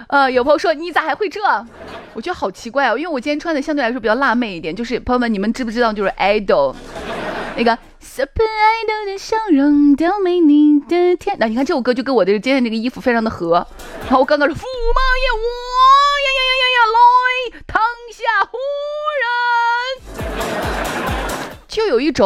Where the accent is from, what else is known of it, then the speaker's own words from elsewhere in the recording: Shaanxi, China; accent: Shaanxi dialect; 其实我们陕西话里边说 baby 是可以的